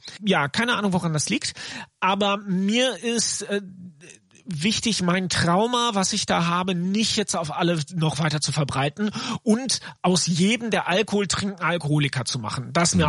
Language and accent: German; North Rhine-Westphalia, Germany; als Sauerländer